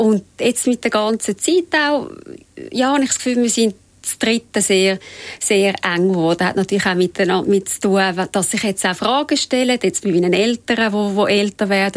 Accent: Zurich, Switzerland; ich bin in Rätherschen aufgewachsen

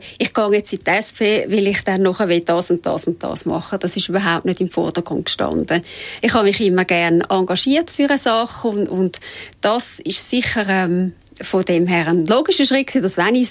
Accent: Räterschen, Zurich, Switzerland; ich bin in Räterschen aufgewachsen und es gibt in den Dörfern gibt's immer Parteien

